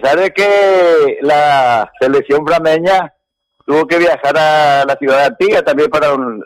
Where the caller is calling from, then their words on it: Encarnación, Itapúa, Paraguay; todos somos al final de Itapúa y Encarnación